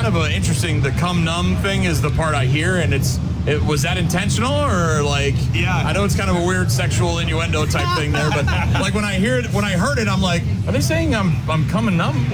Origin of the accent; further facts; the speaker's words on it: New Hampshire, United States; now in Wisconsin, United States; So I grew up in New England, right? In New Hampshire, where there's a huge French Canadian population.